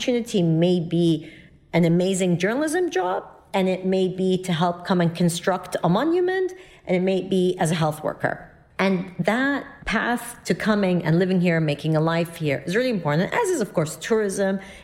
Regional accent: London, United Kingdom; now in United Arab Emirates; You know, I came here from London and a lot of Brits are quite cynical when you talk about these things

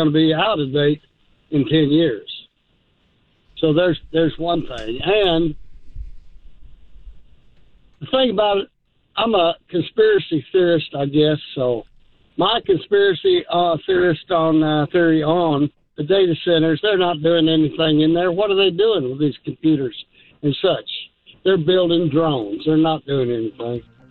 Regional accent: Arizona, United States; now in Dallas, United States; You know, I came from Arizona to Dallas many, many years ago.

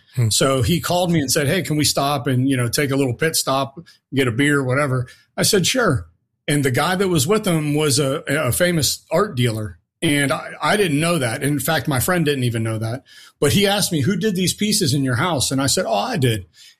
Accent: Warren, Ohio, United States; Growing up in Warren was definitely an experience.

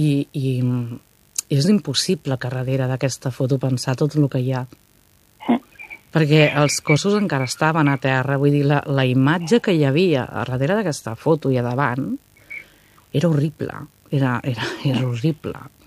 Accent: Campdevànol, Catalonia, Spain; La vida laboral de la gent de Can Davant bàsicament la fem a Ripoll.

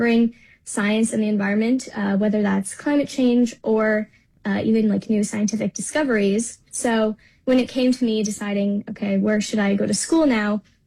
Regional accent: Nome, Alaska, United States; Yeah, I think growing up in Nome, I was just surrounded by various outdoor activities, right?

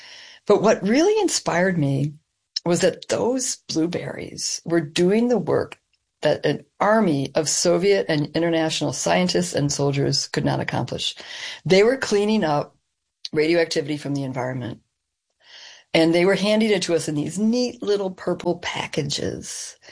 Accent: Elgin, Illinois, United States; I was born and raised in Elgin, Illinois, which is a Rust Belt town just on the margins of Chicago.

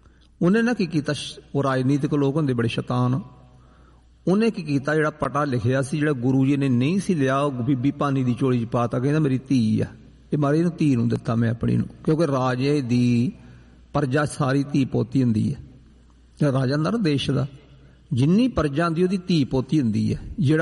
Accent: Jhamka, Punjab, India; ਮੇਰੇ ਪਿੰਡ ਤੋਂ 10 ਕਿਲੋਮੀਟਰ ਹੈ, ਛੋਟੇ ਦੇ ਹੀ ਤੁਰ ਕੇ ਪਿੰਡ ਉਹ ਚੱਲ ਜਾਣਾ, ਉੱਥੇ ਝਾਮਕਾ ਪਿੰਡ ਸਤਸੰਗ ਮੇਰਾ ਮਾਣੋ ਚਾਲ ਝਾਮਕਾ ਚਵਾਲ ਥਾਣਾ ਸਾਡਾ।

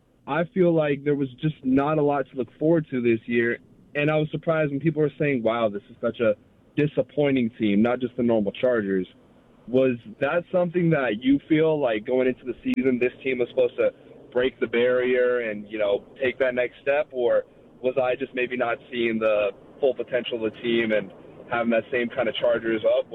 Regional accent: San Diego, California, United States; I'm from San Diego, so...

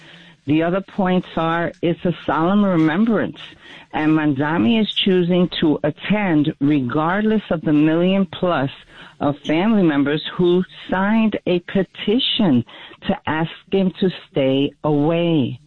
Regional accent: New York, United States; I believe as a New Yorker, it is the best and wisest decision at this time in history.

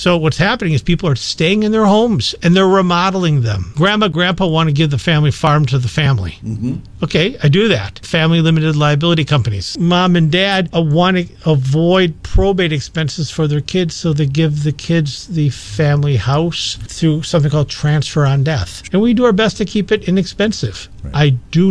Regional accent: Wausau, Wisconsin, United States; And I enjoy helping people. I grew up in Wausau.

